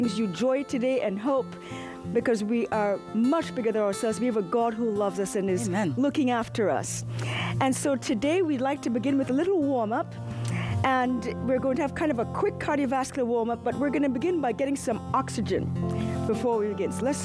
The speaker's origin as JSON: {"language": "English", "town": "Boston", "region": "Massachusetts", "country": "United States", "said": "I am your host today … I'm a physician from Boston."}